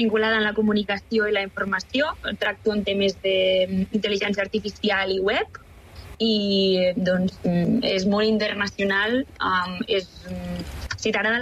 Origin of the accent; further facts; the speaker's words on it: Artesa de Segre, Catalonia, Spain; also born or lived in Bulgaria; now in Brussels, Belgium; No, vaig néixer a Bulgària, però amb 2 anys ja vivia a Artesa.